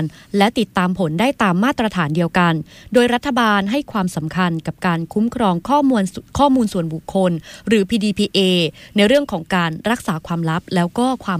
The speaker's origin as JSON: {"language": "Thai", "region": "Central Thailand", "country": "Thailand", "said": "คนภาคกลางยังร้องได้เลยค่ะขนาดดิฉันไม่ใช่คนภาคใต้นะคะ"}